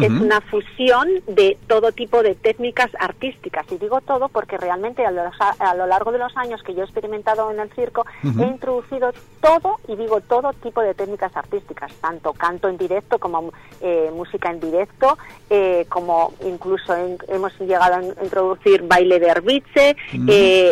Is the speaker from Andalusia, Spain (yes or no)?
no; Bilbao, Basque Country, Spain; moved away; yo soy de Bilbao